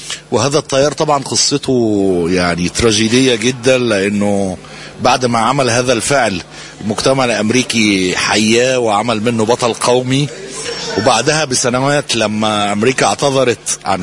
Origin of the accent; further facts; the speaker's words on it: Upper Egypt, Egypt; وأنا أصلا جنوبي، يعني أصولي جنوبية